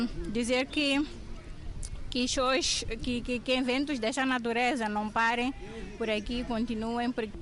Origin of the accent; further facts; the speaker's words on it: Maxixe, Inhambane, Mozambique; moved away as an adult; now in Tofo, Mozambique; Sou natural da Maxixe, mas vivo cá já há 20 anos.